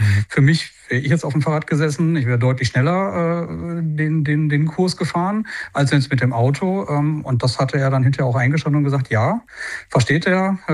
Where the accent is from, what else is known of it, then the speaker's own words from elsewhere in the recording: Münster, North Rhine-Westphalia, Germany; ich bin gebürtiger Münsteraner.